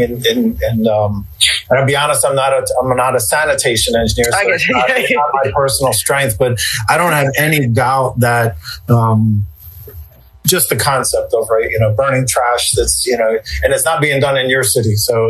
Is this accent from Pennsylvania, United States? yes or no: yes; Chester, Pennsylvania, United States; born there; I was born in Chester. That's where my family's from.